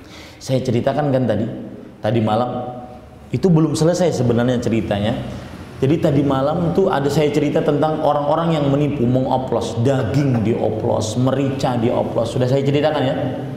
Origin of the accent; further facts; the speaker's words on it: Indonesia; moved away as an adult; also born or lived in Dammam, Saudi Arabia; Saya dari Indonesia